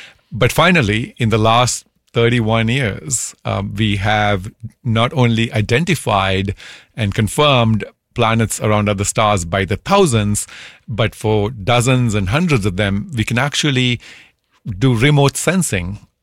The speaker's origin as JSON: {"language": "English", "country": "Sri Lanka", "tie": "born or raised there", "moved": "yes", "said": "Back in the 1980s, as a teenager growing up in Sri Lanka, I wrote to the Jet Propulsion Lab"}